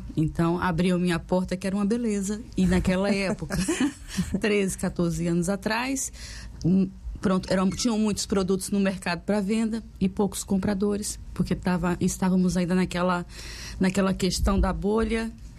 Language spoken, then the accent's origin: Portuguese; Brazil; moved away as an adult; now in Portugal; E eu, como venho do Brasil, morava numa casa térrea